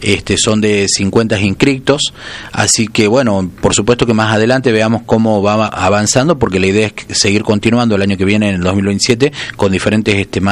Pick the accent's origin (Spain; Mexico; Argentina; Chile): Argentina; como ciudadano, como sí, argentino